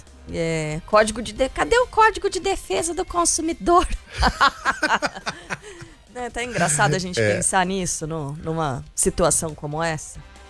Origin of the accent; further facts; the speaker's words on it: São Paulo, Brazil; accent: paulistano; Por causa desse nosso sotaque, meu. O carioca olha pra gente e fala tudo